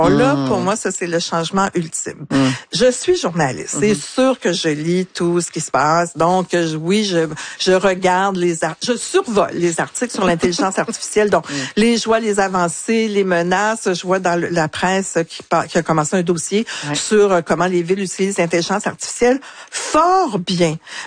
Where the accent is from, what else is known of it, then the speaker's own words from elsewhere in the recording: Quebec, Canada; Alors donc, tu sais, en tant que Québécois, ça devrait pas m'intéresser la piscine.